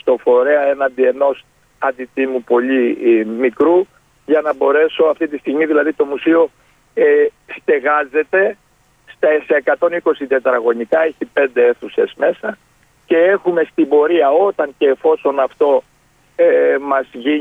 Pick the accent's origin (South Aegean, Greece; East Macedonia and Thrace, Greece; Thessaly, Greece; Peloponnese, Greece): East Macedonia and Thrace, Greece; Elaiochori; Εγώ είμαι από το Ελαιοχώρι, αλλά έψαχνα να βρω έναν χώρο να στεγάσω